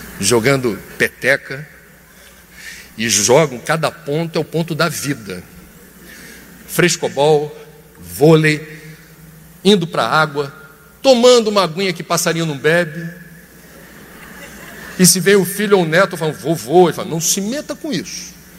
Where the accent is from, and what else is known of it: Rio de Janeiro, Brazil